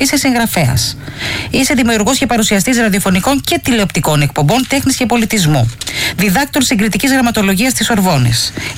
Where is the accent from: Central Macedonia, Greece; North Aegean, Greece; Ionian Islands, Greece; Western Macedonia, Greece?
North Aegean, Greece; Antissa; moved away; Σίγρη της Λέσβου, εκεί στην πατρίδα μου, ένα χωριό μετά το δικό μου